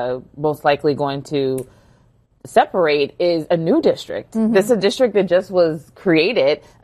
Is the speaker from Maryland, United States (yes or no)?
no; Ohio, United States; in my home state of Ohio